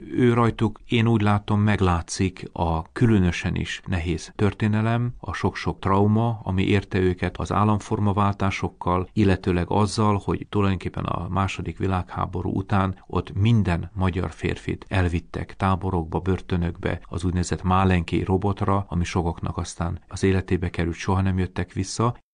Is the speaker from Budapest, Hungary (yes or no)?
no; Békéscsaba, Békés, Hungary; Én Békés Csabán születtem, ott nőttem föl. Az egy ilyen szlovák karakterű kultúra.